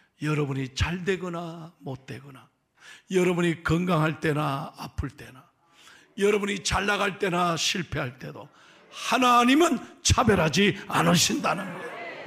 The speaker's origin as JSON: {"language": "Korean", "region": "Busan", "country": "South Korea", "tie": "born or raised there", "also_born_or_lived": "United States", "moved": "yes", "lives_now": "Pohang, South Korea", "said": "저는요 평생 바닷가에서 태어나서 부산 영도가 제 영 아일랜드, 영도가 제 고향이에요. 바닷가를 보고 자랐어. 그리고 저는 17년 미국에서 태평양 바다를 보고 살았어요."}